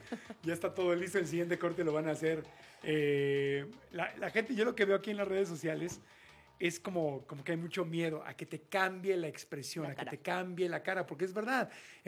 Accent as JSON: {"language": "Spanish", "country": "Mexico", "said": "Nosotros como mexicanos darle la vuelta a la derrota de Inglaterra"}